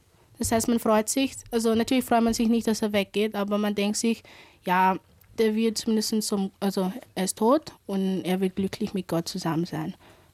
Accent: Jamaica; ich komme aus Jamaika. Ich bin 14 Jahre alt und besuche Theodor Grauer Gymnasium.

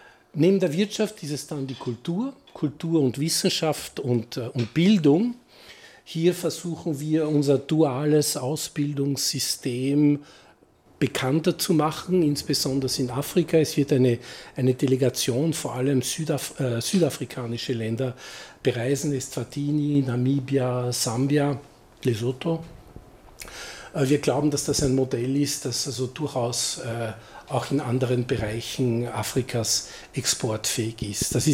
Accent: Austria; Was wollen wir als Österreicher, als kleines mitteleuropäisches Land erreichen?

